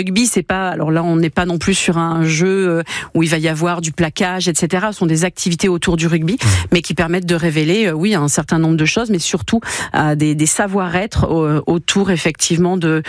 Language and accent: French; South-West France, France; je suis originaire du Sud-Ouest